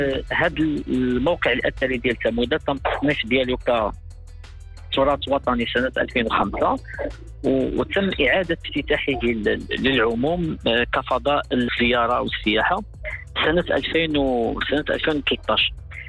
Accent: Morocco; فاللي كيميزنا إحنا كمغاربة أو كمغرب كبلد

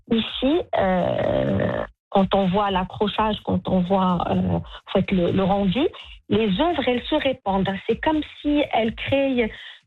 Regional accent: Morocco; il y a lui, il est français, moi je suis marocaine.

